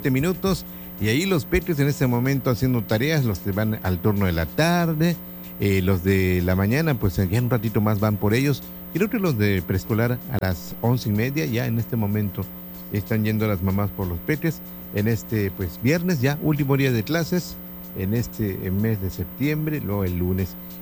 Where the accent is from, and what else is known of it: Mexico